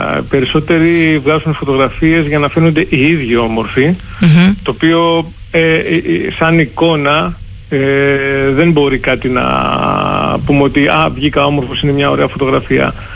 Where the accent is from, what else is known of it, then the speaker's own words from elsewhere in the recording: Patras, West Greece, Greece; now in Athens, Greece; ξέρουν ότι η καταγωγή μου είναι από την Πάτρα.